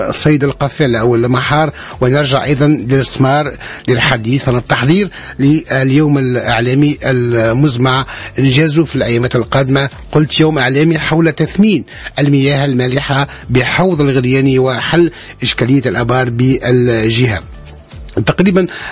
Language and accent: Arabic; Tunisia; اليوم تحتفل بلادنا تونس في الداخل والخارج